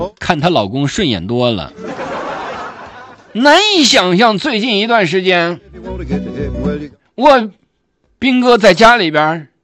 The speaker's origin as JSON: {"language": "Chinese", "region": "Shandong", "country": "China", "moved": "yes", "lives_now": "Haikou, China", "said": "作为山东人不骗山东人，我觉得作为北方人来说，北方口味"}